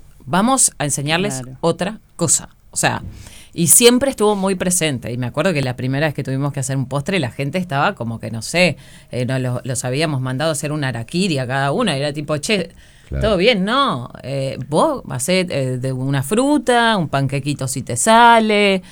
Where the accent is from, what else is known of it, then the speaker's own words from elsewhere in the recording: Uruguay; porque somos uruguayos